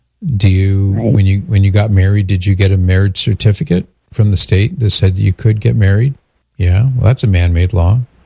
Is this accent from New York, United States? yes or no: no; California, United States; Now, I'm from California